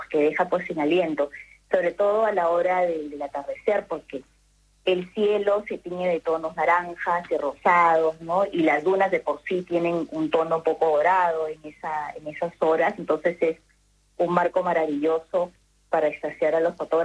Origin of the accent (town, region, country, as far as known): Peru